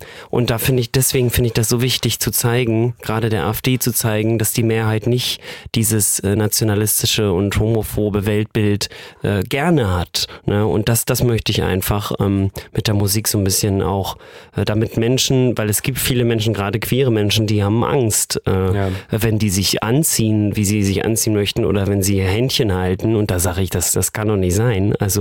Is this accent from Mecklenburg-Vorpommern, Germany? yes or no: yes; Wismar, Mecklenburg-Vorpommern, Germany; in meiner Heimatstadt in Wismar. Das so eine Kleinstadt in MV.